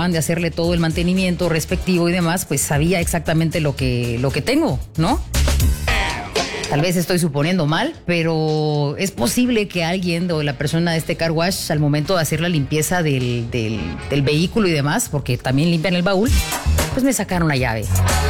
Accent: Guatemala

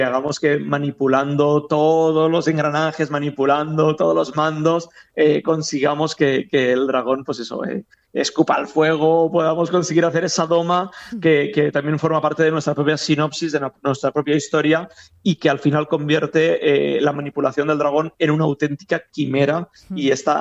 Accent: Vila-real, Valencian Community, Spain; Nosotros somos de Villarreal, hemos estado en Sagunt en varias ediciones con otros espectáculos, también en formato itinerante y de calle.

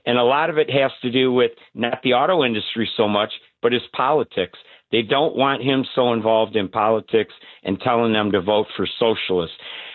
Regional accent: Michigan, United States; Macomb County, just north of Detroit.

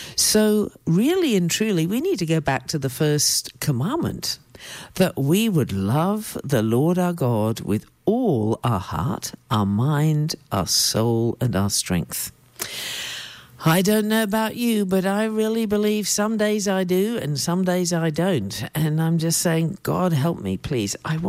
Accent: South East England, United Kingdom; I grew up in England. I'm a country bumpkin from the back. The back blocks of Oxfordshire, and we had a bus that came two times a week.

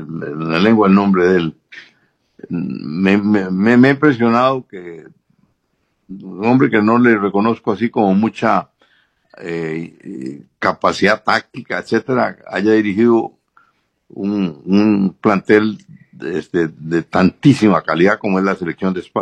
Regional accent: Palmares, Alajuela, Costa Rica; usted en San Ramón y yo en Palmares

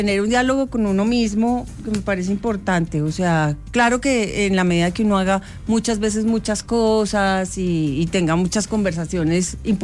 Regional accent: Medellín, Antioquia, Colombia; also born or lived in Cali, Colombia; now in Bogotá, Colombia; En Medellín. Y luego he vivido 30 y pico años aquí en Bogotá. Me siento muy bogotana.

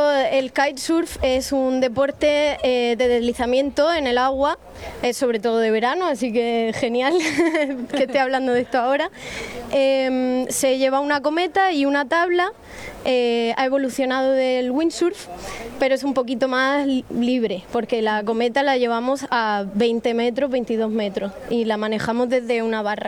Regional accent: Los Narejos, Region of Murcia, Spain; Yo soy más de Los Narejos, pero venir al centro de Los Alcázares, el pleno centro, es siempre un placer

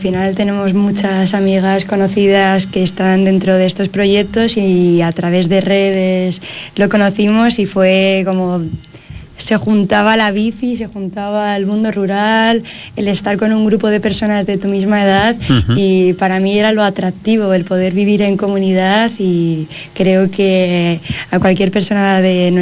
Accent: Madrid, Community of Madrid, Spain; que yo soy de Madrid

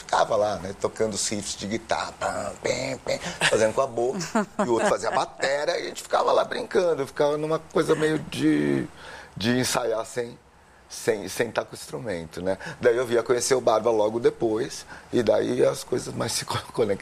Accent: Brazil

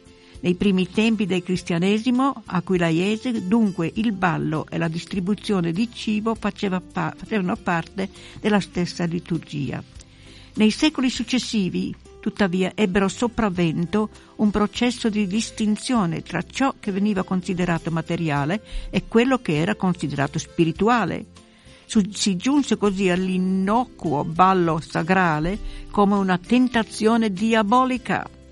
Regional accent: Friuli-Venezia Giulia, Italy; durante la mia infanzia in Friuli

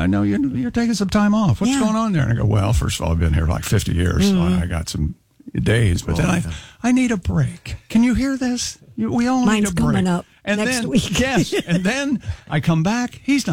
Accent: Columbus, Ohio, United States; Well, you know me; I grew up in Columbus, Ohio.

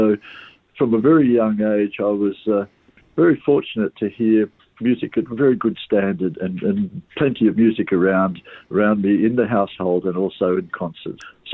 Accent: Colombo, Western Province, Sri Lanka; moved away; I grew up in Colombo in Sri Lanka

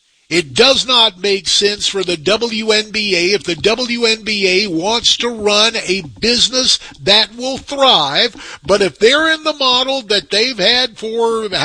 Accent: Phoenix, Arizona, United States; born there; my hometown Phoenix Mercury

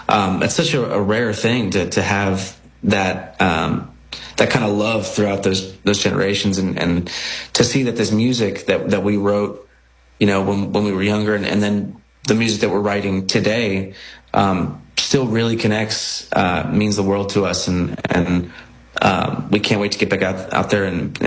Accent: New Jersey, United States; Well, as I mentioned, we grew up in Jersey and, you know, been lifelong Giants fans.

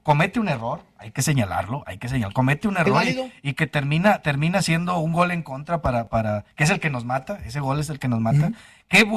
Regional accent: Mexico; nosotros como mexicanos

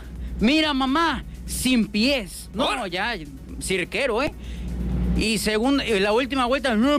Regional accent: Acapulco, Guerrero, Mexico; Para los que somos de aquí de Acapulco

